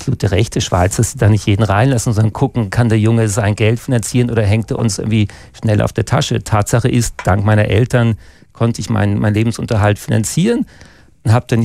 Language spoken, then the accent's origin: German; Hamburg, Germany; moved away as an adult; also born or lived in Konstanz; now in Switzerland; Also geboren in Hamburg, habe da Abitur gemacht, Matur. Bin dann nach Konstanz gegangen, weil ich mal weiter weg wollte von Hamburg.